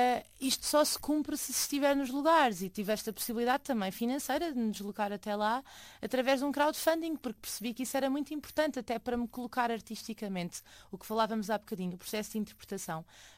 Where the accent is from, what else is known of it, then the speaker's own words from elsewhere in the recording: Lisbon, Portugal; born there; eu nasci em Lisboa, mas eu não tenho relação nenhuma com Lisboa.